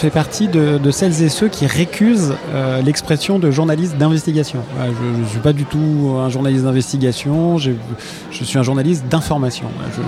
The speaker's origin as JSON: {"language": "French", "town": "Lyon", "region": "Auvergne-Rhône-Alpes", "country": "France", "tie": "born there", "moved": "yes", "said": "J'ai commencé le journalisme à 18 ans à Lyon, où je suis né"}